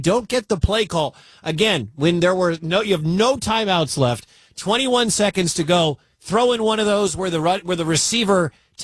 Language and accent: English; Detroit, Michigan, United States; I'm from Detroit. I root for Michigan.